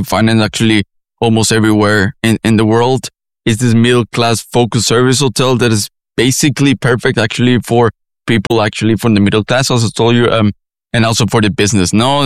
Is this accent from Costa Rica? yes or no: yes; Costa Rica; accent: Latin American; now in Hamburg, Germany; I'm from the beautiful paradise country of Costa Rica in Central America